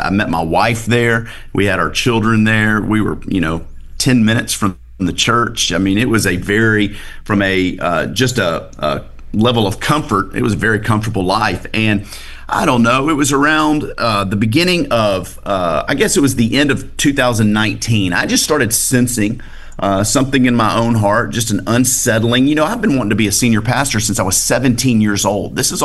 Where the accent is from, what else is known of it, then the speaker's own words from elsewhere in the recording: Bossier City, Louisiana, United States; I had a church in my hometown of Bossier City, Louisiana call.